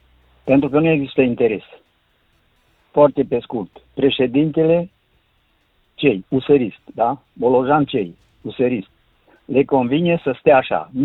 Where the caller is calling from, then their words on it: Bălan, Sălaj County, Romania; sunt din Sălaj, Bălan.